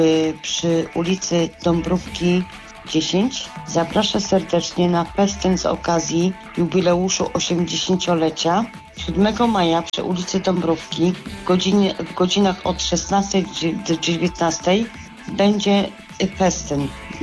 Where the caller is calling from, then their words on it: Szczecin, West Pomeranian Voivodeship, Poland; Dzwonię ze Szczecina